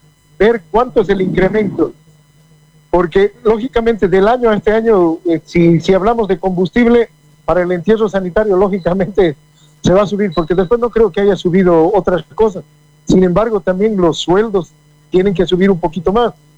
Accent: Bolivia; además soy boliviano

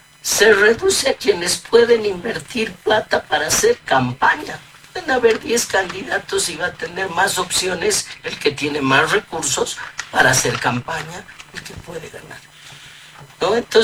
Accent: Colombia; Bueno, sí, no me gusta mucho la cumbia, soy la colombiana.

